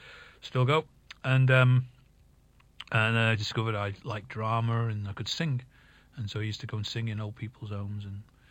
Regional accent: Rufford, North West England, United Kingdom; I was born in Rufford, just the other side of Ormskirk, and my family go back in that village, believe it or not, to 1327. Way back, so we were there for a long time, and then we lived there.

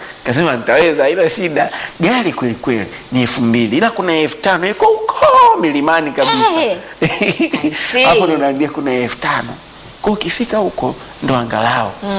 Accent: Tanzania; Sasa hawajui kama mimi ni Msukuma.

